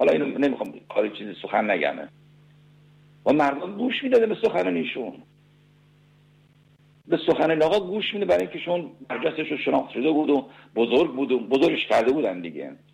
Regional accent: Iran; ما بچه ایران هستیم،

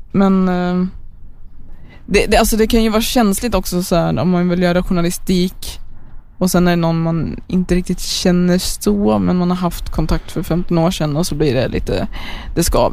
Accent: Eskilstuna, Södermanland, Sweden; born or raised there

